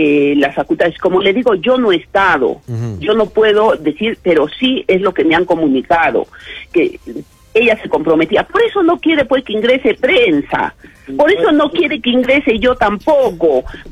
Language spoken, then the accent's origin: Spanish; Arequipa, Peru; nosotros somos arequipeños